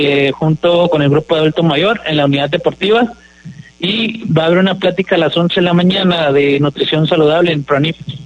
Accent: Nueva Rosita, Coahuila, Mexico; now in Morelos, Mexico; Yo soy de Nueva Rosita, yo soy de capital de los Precios Bajos, no conozco mucho Morelos todavía

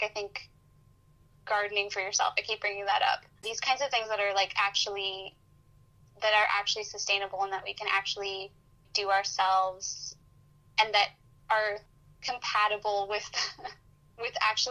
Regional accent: Vancouver, British Columbia, Canada

